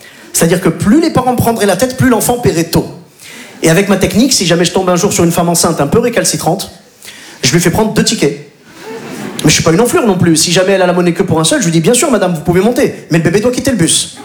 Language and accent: French; Clermont-Ferrand, Auvergne-Rhône-Alpes, France; Moi, j'ai grandi en cité à Clermont-Ferrand.